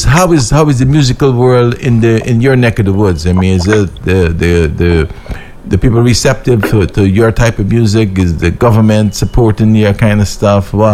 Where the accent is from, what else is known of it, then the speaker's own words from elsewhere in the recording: New York, United States; I'm from New York all the way across the, you know, the which season you got across the.